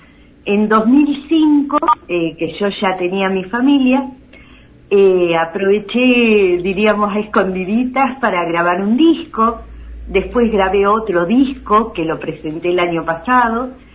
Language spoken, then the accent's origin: Spanish; General Roca, Río Negro, Argentina; born or raised there